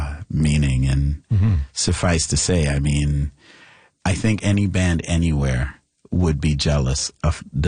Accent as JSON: {"language": "English", "country": "Canada", "said": "Certainly a great moment as a Canadian, you know"}